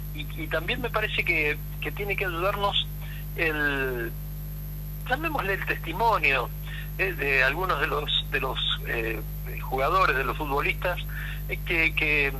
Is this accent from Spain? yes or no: no; Argentina; somos todos argentinos